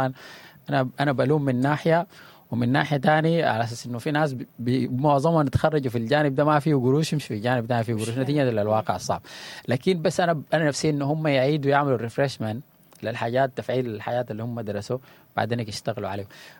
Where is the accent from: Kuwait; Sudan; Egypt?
Sudan; آدم ده ولدنا هناك في السودان هناك ونحنا نشأنا وقعدنا هناك بيتنا ووعنا ده هناك